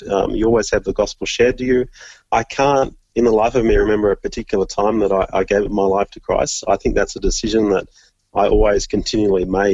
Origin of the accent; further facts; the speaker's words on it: Orange, New South Wales, Australia; But I loved growing up in Orange. I love the weather there, and it's a beautiful city.